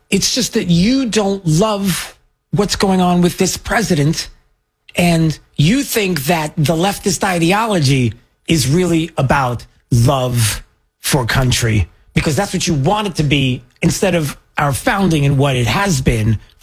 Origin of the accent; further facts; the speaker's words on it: United States; I still love being an American. I wouldn't want to be anybody else. I want to be an American.